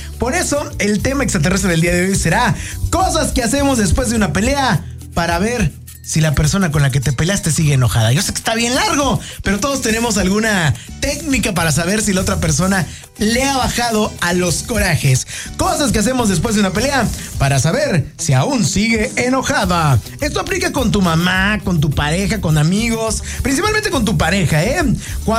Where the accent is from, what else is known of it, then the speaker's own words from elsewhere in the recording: Mexico; los mexicanos realmente nos vestimos como mexicanos